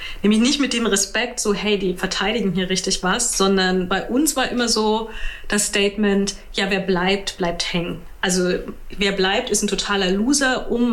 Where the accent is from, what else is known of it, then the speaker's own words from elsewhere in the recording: Saxony-Anhalt, Germany; Ich finde ja, ich komme aus der Kleinstadt, aber irgendwie vom Land und ich habe das Gefühl, Sachsen-Anhalt ist fast nur Land.